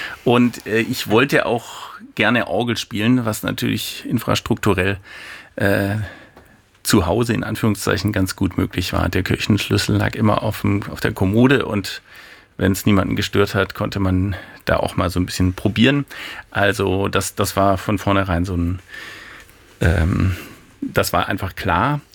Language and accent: German; Esslingen, Baden-Württemberg, Germany; Das war in Esslingen, wo ich aufgewachsen bin, am Neckar, alles, konnte man alles ganz gut bekommen und das ist durchaus auch prägend natürlich gewesen und geblieben.